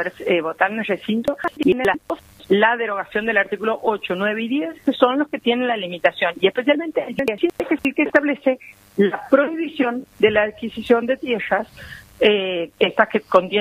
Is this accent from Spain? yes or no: no; Argentina